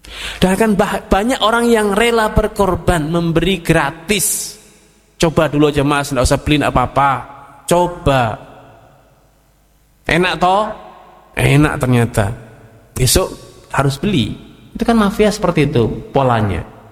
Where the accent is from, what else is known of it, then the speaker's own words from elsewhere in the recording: Salatiga, Central Java, Indonesia; Saya pernah di kota saya sendiri, di Salatiga sana